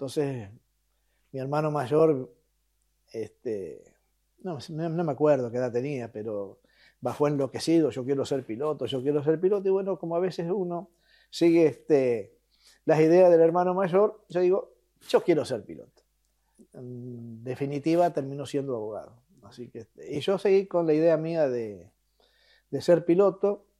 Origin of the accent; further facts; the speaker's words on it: Coronel Vidal, Buenos Aires Province, Argentina; born there; Yo nací en Coronel Vidal, que es una localidad que está sobre la Ruta 2 que une Buenos Aires con Mar del Plata, a 60 kilómetros de Mar del Plata.